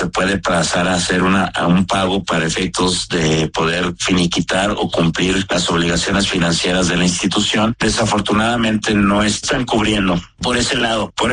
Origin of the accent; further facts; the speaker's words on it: Mexico; este precio estable, y ello pues conlleva abrir un gap muy fuerte en las finanzas públicas que todos como mexicanos terminamos pagando.